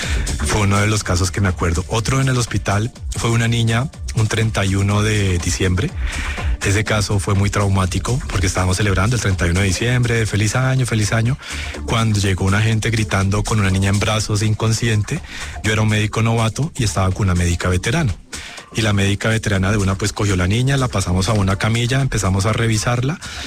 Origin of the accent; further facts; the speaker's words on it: Ginebra, Valle del Cauca, Colombia; moved away as an adult; also born or lived in Cali; antes de irme de Colombia, yo trabajé 2 años aquí en Colombia cuando me gradué, y pues yo soy del Valle del Cauca, de Ginebra Valle, y yo trabajaba en Cali.